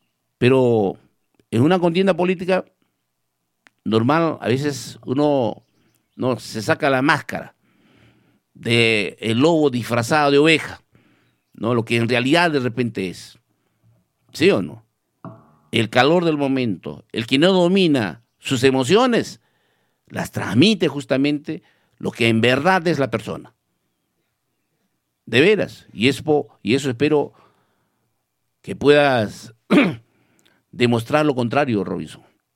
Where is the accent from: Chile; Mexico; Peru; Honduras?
Peru; Villa Rica, Pasco; somos de aquí de Villarrica